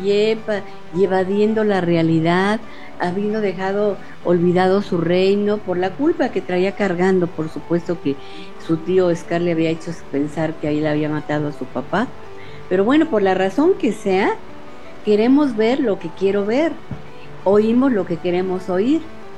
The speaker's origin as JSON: {"language": "Spanish", "country": "Mexico"}